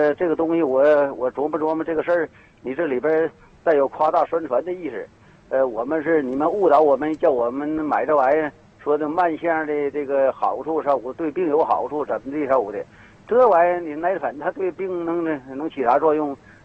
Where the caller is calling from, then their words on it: Linghai, Liaoning, China; 我家是临海市石山镇一马方村。